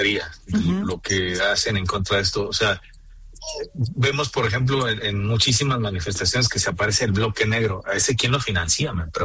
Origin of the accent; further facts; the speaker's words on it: Mexico; nosotros como mexicanos